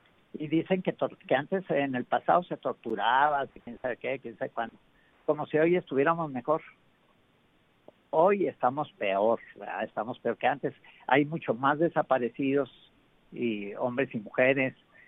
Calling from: Mexico

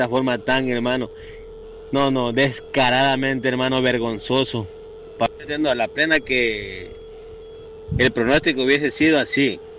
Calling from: Ecuador; los que realmente somos ecuatorianos

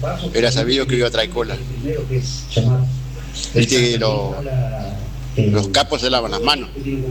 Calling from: Argentina

